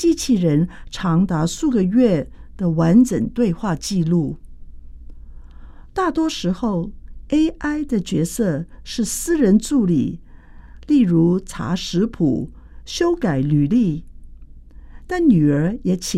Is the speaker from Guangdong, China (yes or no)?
yes; Guangdong, China; 简直是我们广东人说的“便靓正”